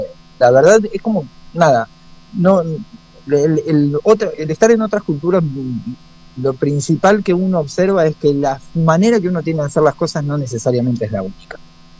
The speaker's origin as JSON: {"language": "Spanish", "town": "Rosario", "region": "Santa Fe", "country": "Argentina", "tie": "born there", "also_born_or_lived": "United States", "lives_now": "Viedma, Argentina", "said": "Originalmente en Rosario, luego estuve un tiempo en Estados Unidos y después ahora vivo en Viedma."}